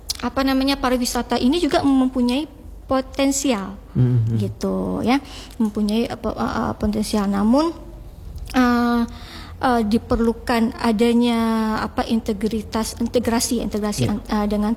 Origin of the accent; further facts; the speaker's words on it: Aceh, Indonesia; Karena kita Aceh ini dia tidak kekurangan produk dan juga tidak kekurangan kreativitas gitu.